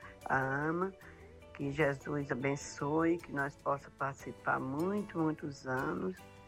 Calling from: Juazeiro do Norte, Ceará, Brazil; Sou de Juazeiro do Norte, assisto pela Rádio Padre Cícero.

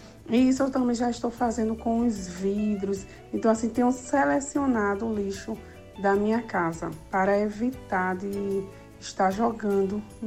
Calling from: Nazaré da Mata, Pernambuco, Brazil; falo de Nazaré da Mata, Pernambuco.

